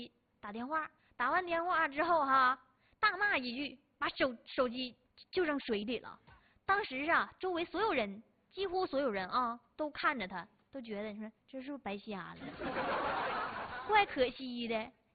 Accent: China; 我们中国人

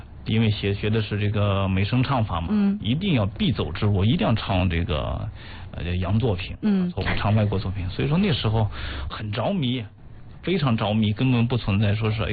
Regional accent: Zhangjiakou, Hebei, China; 回来之后就又进入市里边，就是说我的家乡张家口市。

